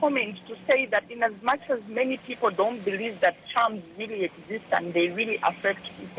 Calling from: Zambia; You're talking to … I'm calling from Minwood, Pamwena.

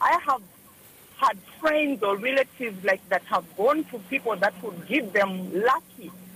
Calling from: Zambia; You're talking to … I'm calling from Minwood, Pamwena.

